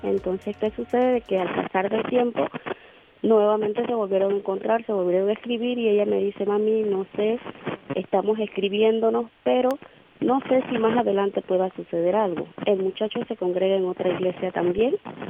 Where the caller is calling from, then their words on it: Panama; Los llamo del área de Pedregal.